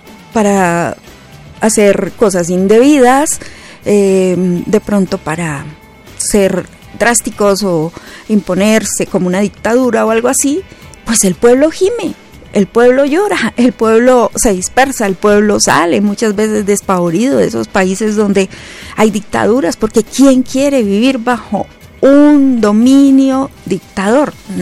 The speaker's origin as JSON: {"language": "Spanish", "country": "Colombia"}